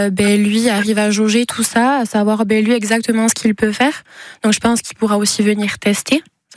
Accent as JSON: {"language": "French", "region": "Nouvelle-Aquitaine", "country": "France", "tie": "born or raised there", "said": "Eh bien moi je vis au Pays Basque depuis que je suis née finalement, j'ai une grande partie de ma famille qui est basque. J'ai été à l'Ikastola de l'école primaire au lycée, donc vraiment je parle basque, je vis au Pays Basque, je travaille au Pays"}